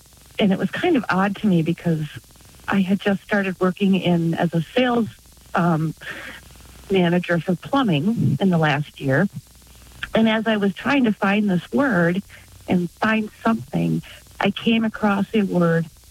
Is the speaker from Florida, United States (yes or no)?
no; Neenah, Wisconsin, United States; I'm from Neenah, Wisconsin.